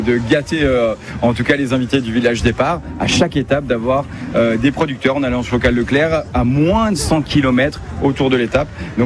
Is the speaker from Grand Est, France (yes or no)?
yes; Grand Est, France; Moi, je suis alsacien, je suis extrêmement chauvin.